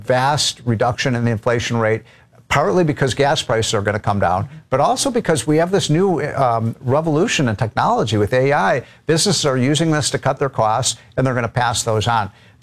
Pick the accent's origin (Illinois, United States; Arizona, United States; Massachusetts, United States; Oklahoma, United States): Illinois, United States; Chicago; I'm from Chicago. We've got a socialist mayor there.